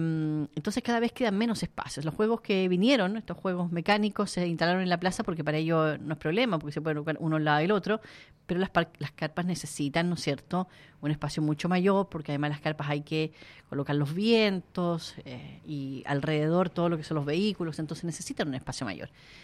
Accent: Lanco, Los Ríos, Chile; moved away; cuando yo vivía en Lanco. Ahí nací, en Lanco.

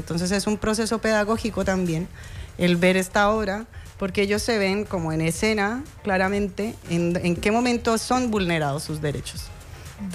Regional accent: Colombia; moved away as an adult; now in Chile; yo soy colombiana. Yo llevo en este maravilloso país más o menos 13 años.

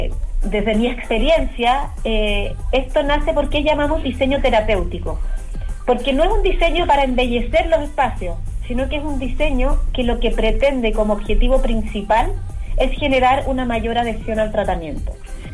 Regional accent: Santiago, Santiago Metropolitan Region, Chile; yo soy de Santiago

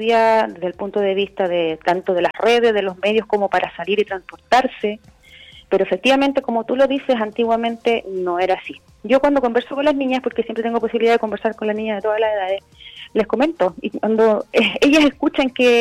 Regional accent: Chile; somos solidarios los chilenos

